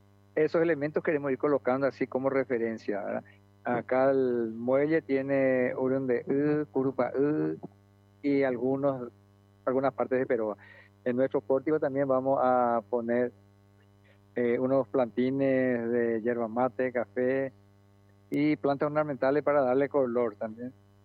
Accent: Paraguay; como paraguayo a veces nos cuesta respetar las leyes y el sentido de convivencia

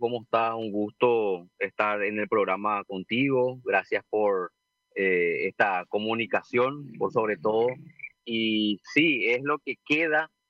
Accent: Paraguay; No sé si somos invisibles, no sé si nosotros no somos ciudadanos del Paraguay.

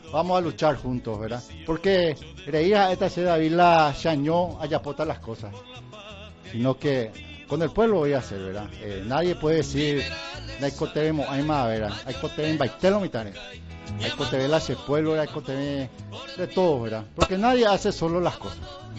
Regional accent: Pedro Juan Caballero, Amambay, Paraguay; amo Pedro Juan Caballero. Soy pedrojuanino nato, nacido en Pedro Juan Caballero en el año 1976. A mis padres que vinieron de otro de Concepción en el año 60, digamos, nací en el 76

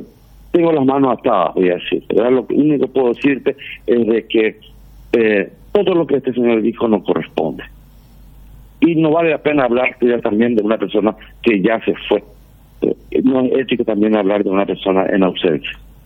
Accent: Paraguay; sino soy el cirujano paraguayo que representa a su país, a su patria.

